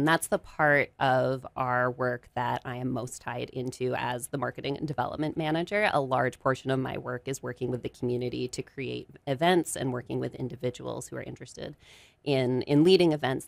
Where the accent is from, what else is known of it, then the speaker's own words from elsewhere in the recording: Gorham, Maine, United States; moved away; I grew up in Gorham. I'm excited to be back in the area